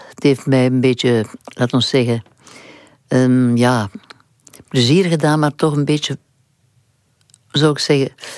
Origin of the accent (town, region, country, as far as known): Flanders, Belgium; moved away as an adult; also born or lived in Netherlands